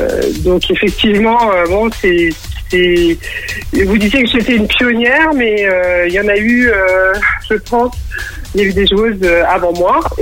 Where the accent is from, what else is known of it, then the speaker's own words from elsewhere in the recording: Clermont-Ferrand, Auvergne-Rhône-Alpes, France; born there; Moi je suis née à Clermont-Ferrand